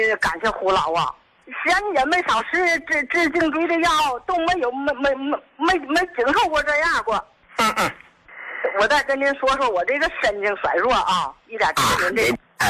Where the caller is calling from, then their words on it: Tangshan, Hebei, China; 我是唐山的。